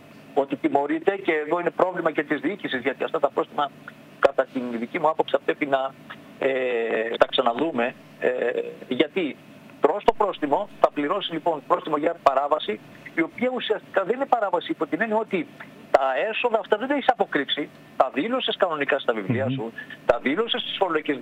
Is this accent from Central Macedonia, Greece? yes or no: no; North Aegean, Greece